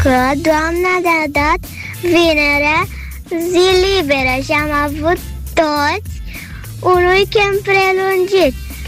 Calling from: Popești-Leordeni, Ilfov, Romania; din Popești. Am 8 ani

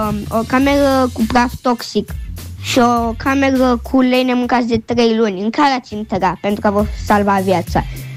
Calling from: Galați, Galați County, Romania; din Galați, am 9 ani

